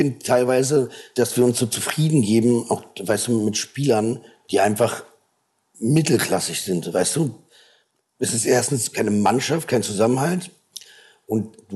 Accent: Berlin, Germany; natürlich als Berliner hörst du die dann manchmal schon dann an, von den Berliner Jungs

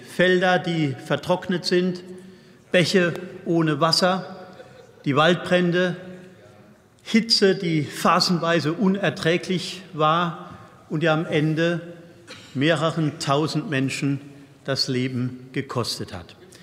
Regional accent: Rhineland-Palatinate, Germany; Wir haben in Rheinland-Pfalz, wo ich herkomme, vor 20 Jahren im Landtag eine Enquete-Kommission zu den Folgen des Klimawandels ins Leben gerufen.

